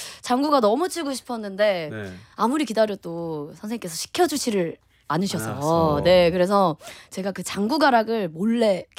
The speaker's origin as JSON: {"language": "Korean", "town": "Anyang", "region": "Gyeonggi Province", "country": "South Korea", "said": "또 경기 제가 안양 출신이거든요."}